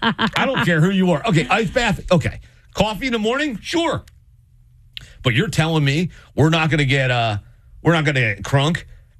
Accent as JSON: {"language": "English", "country": "United States", "said": "We're American."}